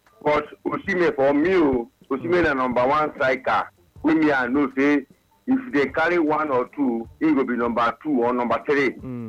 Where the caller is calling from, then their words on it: Nigeria; I'm calling from Nigeria.